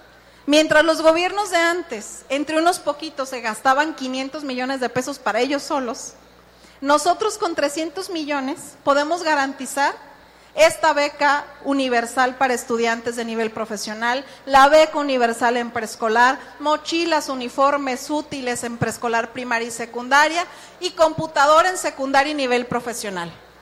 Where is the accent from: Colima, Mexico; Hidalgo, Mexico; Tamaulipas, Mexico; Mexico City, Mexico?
Colima, Mexico; Cuauhtémoc; Yo soy del municipio de Cuauhtémoc, entonces ya para estudiar mi carrera tenía que venir a Colima, pagar transporte todos los días